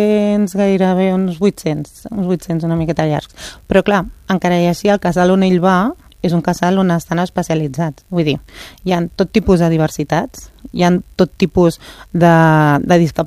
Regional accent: Montcada, Catalonia, Spain; Jo sóc de Montcada i al casal, l'oferta que hi ha de casal públic no hi ha suficient.

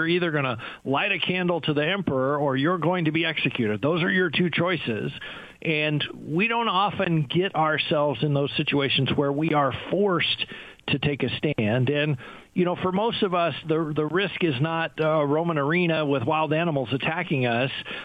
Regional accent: United States; because I'm an American Christian.

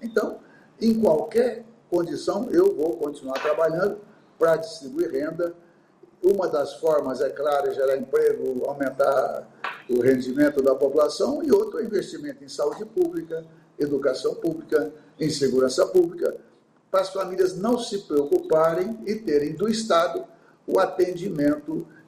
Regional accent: Serra Azul, São Paulo, Brazil; sou de Serra Azul

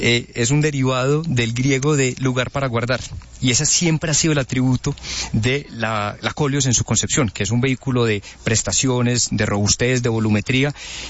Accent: Colombia; ¿Será que fue en Colombia, en mi país?

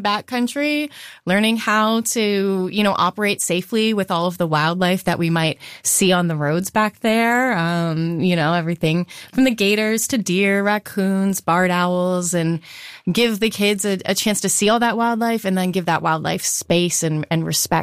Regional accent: Florida, United States; growing up in Southwest Florida and visiting Corkscrew, visiting Big Cypress, places like that through field trips

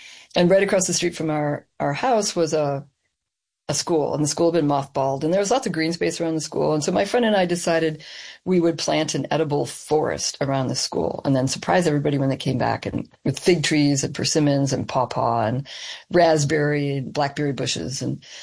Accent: Elgin, Illinois, United States; I was born and raised in Elgin, Illinois, which is a Rust Belt town just on the margins of Chicago.

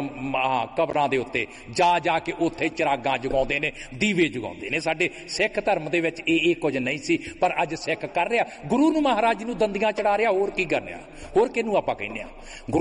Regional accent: Punjab, India; born or raised there

